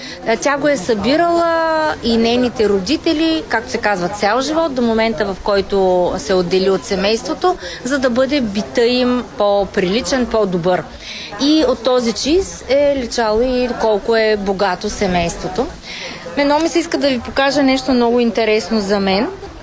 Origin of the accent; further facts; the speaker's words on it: Dobruja, Bulgaria; за нас е важно и като добруджанци, и като българи да пазим християнските традиции